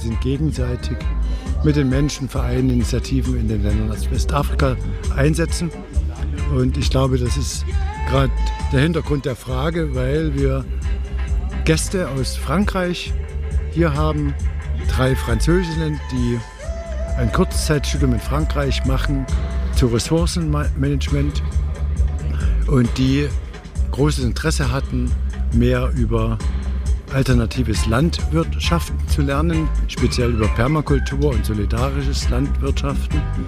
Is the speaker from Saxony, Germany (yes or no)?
yes; Bautzen, Saxony, Germany; in Bautzen aufgewachsen. Und seit über 20 Jahren jetzt hier in Nebelschütz geschäftsansässig